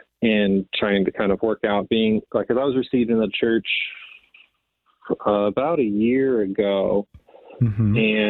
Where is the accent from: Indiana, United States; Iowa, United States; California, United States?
Indiana, United States; Fort Wayne; Yep. Raised in Fort Wayne. So I'm a Hoosier through and through.